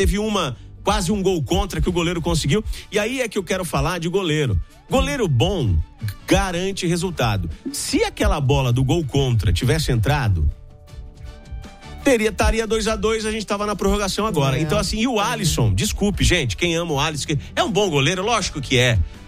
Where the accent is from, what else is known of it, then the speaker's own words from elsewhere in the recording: Brazil; a gente é brasileiro